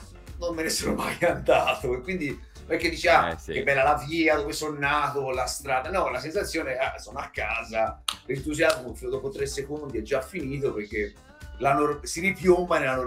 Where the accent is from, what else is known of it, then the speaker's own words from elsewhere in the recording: Prato, Tuscany, Italy; è ovviamente la mia terra natia, ovvero a Prato, in Toscana, dove mi trovo adesso